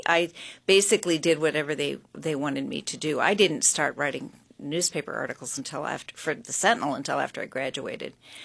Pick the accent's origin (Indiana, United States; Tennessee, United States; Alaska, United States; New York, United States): Alaska, United States; Sitka; moved away as an adult; also born or lived in Baltimore; So I grew up in Sitka. I moved away in after graduating from high school. 1974.